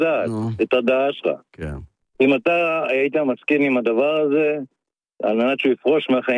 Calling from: Sharon plain, Israel; אני מהשרון

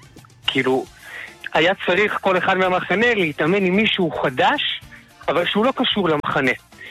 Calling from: Bnei Brak, Tel Aviv District, Israel; אני מבני ברק.

